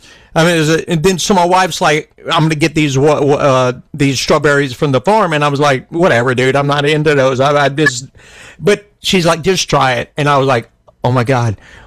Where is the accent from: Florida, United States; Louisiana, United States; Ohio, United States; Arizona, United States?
Louisiana, United States; And she's from California. I'm from Louisiana.